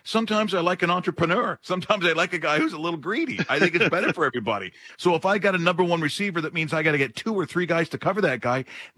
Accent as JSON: {"language": "English", "country": "Ireland", "said": "I'm Irish, so swearing's an art form."}